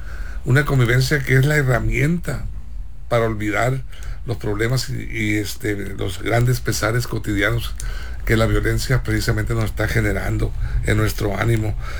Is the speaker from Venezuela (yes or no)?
no; Sinaloa, Mexico; Somos mexicanos también, y como mexicanos, pues, por supuesto, como sinaloenses.